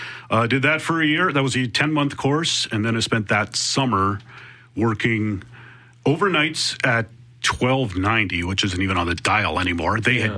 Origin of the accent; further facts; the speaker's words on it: Altona, Manitoba, Canada; Yep, born and raised 1976 in Altona. And at first we lived on a sheep farm just outside of town when I was a very little baby.